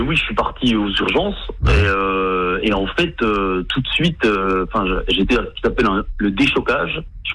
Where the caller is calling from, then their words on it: Besançon, Bourgogne-Franche-Comté, France; moi, je suis de Besançon